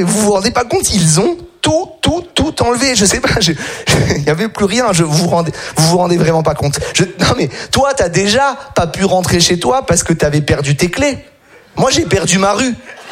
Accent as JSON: {"language": "French", "town": "Nice", "region": "Provence-Alpes-Côte d'Azur", "country": "France", "tie": "born there", "said": "J'ai 31 ans, d'accord. J'habite à Nice depuis environ 31 ans."}